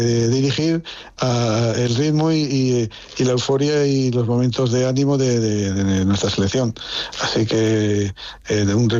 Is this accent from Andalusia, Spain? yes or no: no; La Rioja, Spain; Yo soy un gran aficionado a la gastronomía y a la enología, me gusta el vino, soy riojano